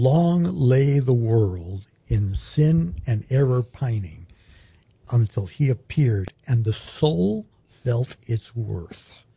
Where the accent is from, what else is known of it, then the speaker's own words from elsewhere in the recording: Cuba; I'm from Cuba